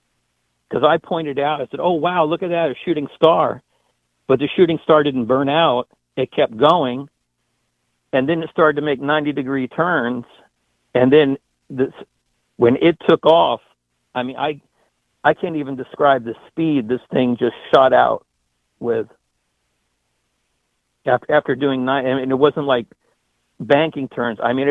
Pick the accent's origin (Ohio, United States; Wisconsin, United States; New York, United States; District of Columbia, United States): District of Columbia, United States; Washington; because I grew up in Washington D.C., so you really couldn't see shooting stars and stuff.